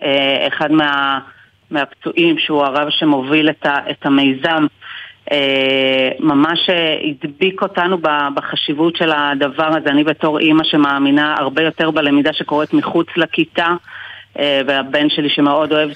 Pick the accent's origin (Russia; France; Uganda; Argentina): Argentina; moved away as an adult; now in Israel; האמת שאני מארגנטינה